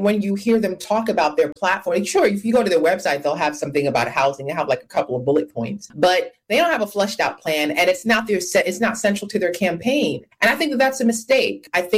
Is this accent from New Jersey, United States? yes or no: no; Brooklyn, New York, United States; I grew up in Brownsville, Brooklyn, and that is a low-income area in New York City